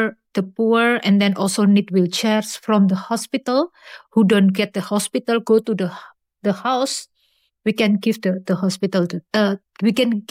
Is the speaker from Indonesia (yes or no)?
yes; Semarang, Central Java, Indonesia; English is a second language; I'm from Semarang, right?